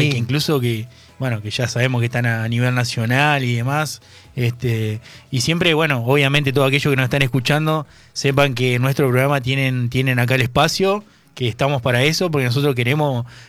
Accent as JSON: {"language": "Spanish", "country": "Argentina", "said": "nosotros como argentinos y pasionales que somos"}